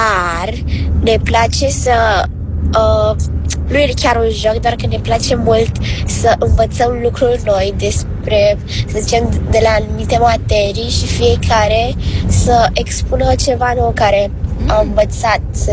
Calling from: Bucharest, Romania; din București, am 12 ani

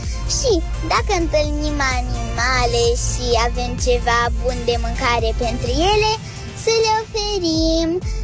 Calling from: Constanța, Constanța County, Romania; din Constanța, am 7 ani.

